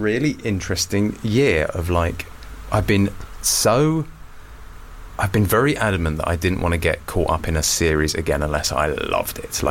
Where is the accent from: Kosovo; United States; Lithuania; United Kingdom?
United Kingdom; Wales; I'm Welsh.